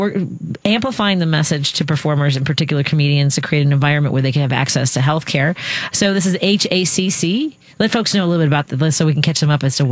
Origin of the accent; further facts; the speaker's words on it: Chicago, Illinois, United States; I grew up in Norwood.